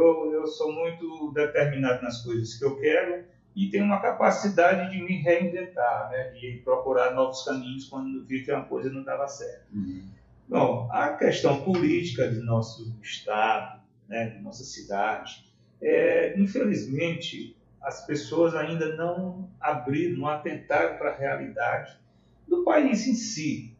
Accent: Codó, Maranhão, Brazil; O Codó, eu nasci e me criei aqui, fui educado aqui no Colégio das Irmãs

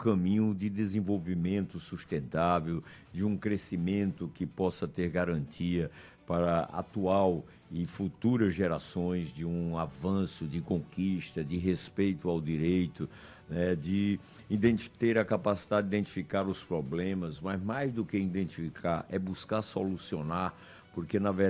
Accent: Paraíba, Brazil; also born or lived in João Pessoa, Paraíba; ter nascido no sertão da Paraíba, eu represento parte da Paraíba, daqueles que tiveram que sair da sua terra natal em busca da sobrevivência

